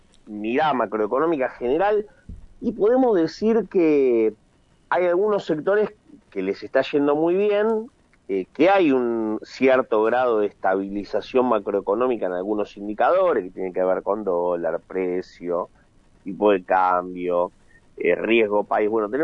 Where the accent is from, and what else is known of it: Argentina